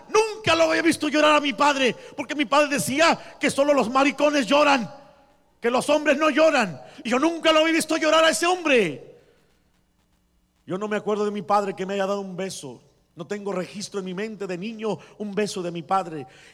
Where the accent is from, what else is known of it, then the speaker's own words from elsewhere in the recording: Guadalajara, Jalisco, Mexico; now in United States; Como al año volví a Guadalajara. Primero porque me salí de Guadalajara porque había balaceado unas personas y me tuve que venir a esconder a los Estados Unidos.